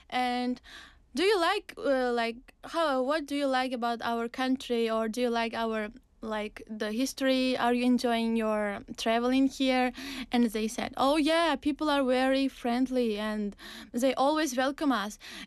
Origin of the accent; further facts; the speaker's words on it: Navoi, Navoiy Region, Uzbekistan; moved away as an adult; now in Busan, South Korea; I'm from Uzbekistan, born in a big city called Navai. And I was born in a middle-class family